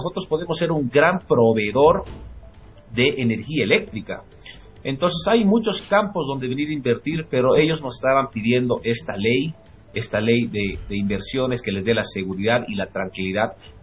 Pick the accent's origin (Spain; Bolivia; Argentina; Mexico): Bolivia